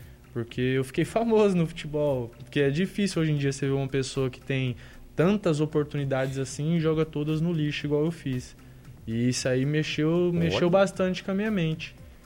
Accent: Itanabi, São Paulo, Brazil; Eu sou de Itanabi, São Paulo.

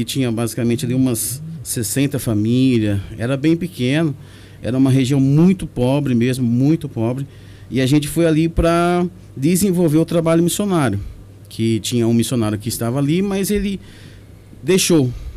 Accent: Monte Alto, São Paulo, Brazil; Eu nasci em Monte Alto, ali no sul, moro no bairro Jardim Santana.

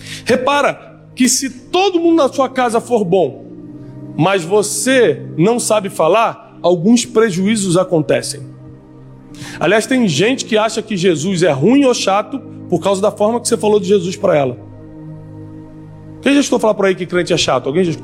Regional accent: Rio de Janeiro, Brazil; eu cresci no Rio de Janeiro. Então, a polícia do Rio de Janeiro é corrupta.

